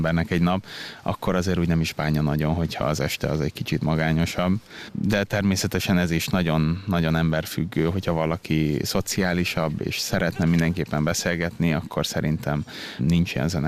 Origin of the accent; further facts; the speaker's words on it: Sopron, Győr-Moson-Sopron, Hungary; moved away as an adult; also born or lived in Budapest / Páty / Milan; now in Vienna, Austria; Én Budapesten születtem, és onnan igazából félig Pátyon, félig pedig Bécsben éltünk, majd a családom végül Sopronban telepedett le. Ott is nőttem föl.